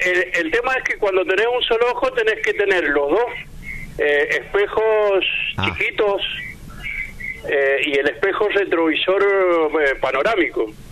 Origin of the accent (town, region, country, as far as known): Mendoza, Argentina